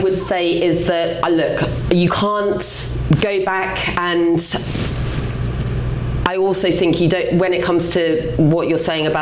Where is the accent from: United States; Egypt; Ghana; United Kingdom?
United Kingdom; London; as a Londoner myself, no, I don't want, if I was living in London right now, I don't want my tax dollars going to that company